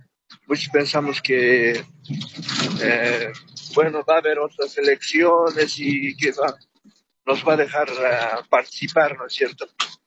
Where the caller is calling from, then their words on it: Cochabamba, Bolivia; Aquí llamando de Cochabamba